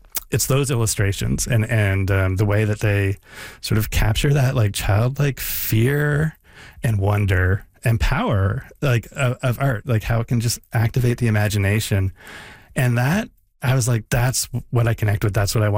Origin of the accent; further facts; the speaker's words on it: Canada; also born or lived in San Francisco, United States; Like, I was born in San Francisco. My parents moved to Canada when I was a baby.